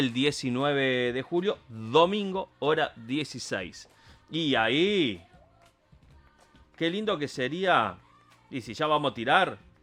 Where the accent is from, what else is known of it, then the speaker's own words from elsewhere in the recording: Argentina; Somos todos argentinos.